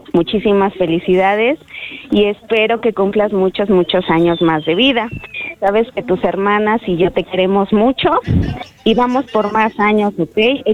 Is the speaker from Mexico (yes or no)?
yes; Tlaxcala, Mexico; somos de aquí de Tlaxcala.